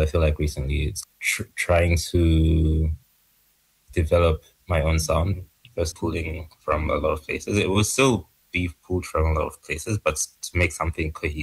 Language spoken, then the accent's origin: English; Malawi; moved away as an adult; also born or lived in Zambia; Yeah, I grew up in Malawi.